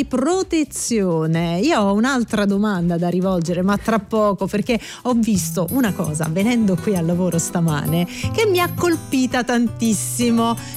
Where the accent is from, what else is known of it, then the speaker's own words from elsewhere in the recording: Fondi, Lazio, Italy; dalle parti di casa mia, io sono di Fondi, lì vicino